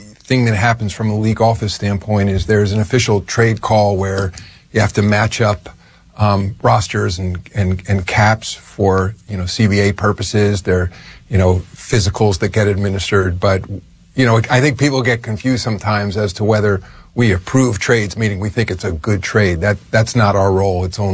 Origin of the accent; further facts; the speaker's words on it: New York, United States; Yeah, I'll say, really answering as a New Yorker